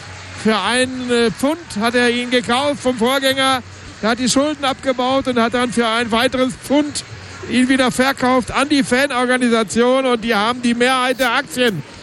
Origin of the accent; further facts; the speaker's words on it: Bielefeld, North Rhine-Westphalia, Germany; für mich als Bielefelder erinnert es mich an das ganz alte Stadion vom VfB 03 Bielefeld.